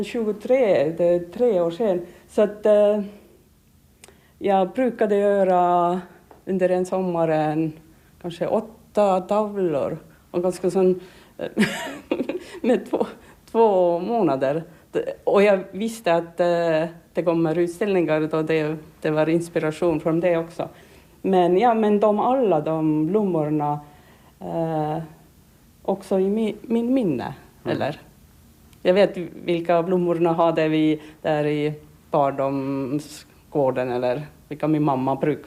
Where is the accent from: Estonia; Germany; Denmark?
Estonia; Tallinn, Harju County; Swedish is a second language; Att jag kom från Tallinn och det är alldeles annorlunda där.